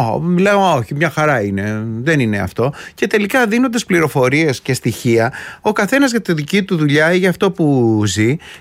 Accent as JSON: {"language": "Greek", "region": "Attica", "country": "Greece", "said": "εγώ είμαι και λίγο από τα Μεσόγεια"}